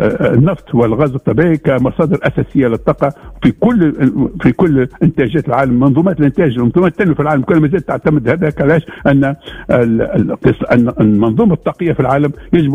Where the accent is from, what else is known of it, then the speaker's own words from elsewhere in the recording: Tunisia; احنا يلزمنا عندنا في تونس هنا